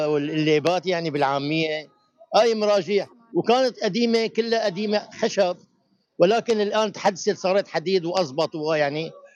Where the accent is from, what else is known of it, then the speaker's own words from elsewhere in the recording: Latakia, Latakia Governorate, Syria; أجواء العيد عندنا باللاذقية تراث قديم أبا عن جد نحن ورثناه من آبائنا